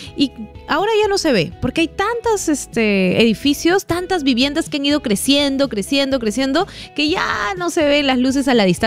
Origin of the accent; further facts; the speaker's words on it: Lima, Peru; yo que soy de Puente Piedra